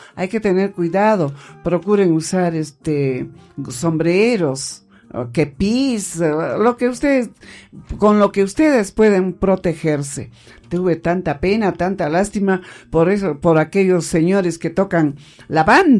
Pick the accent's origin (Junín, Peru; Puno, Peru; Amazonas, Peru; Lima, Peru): Junín, Peru; San Agustín de Cajas; ayer estuve en la fiesta patronal de mi tierra querida, San Agustín de Cajas